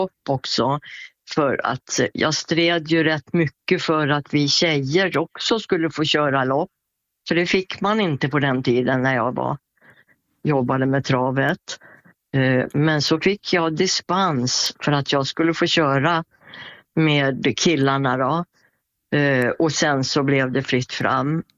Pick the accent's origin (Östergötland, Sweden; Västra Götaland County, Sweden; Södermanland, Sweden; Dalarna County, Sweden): Dalarna County, Sweden; Borlänge; Så att annars körde jag ju hemma i Borlänge då, på den travbanan.